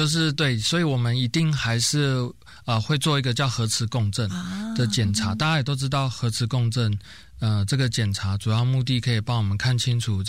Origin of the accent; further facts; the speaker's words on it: Taiwan; 我们台湾人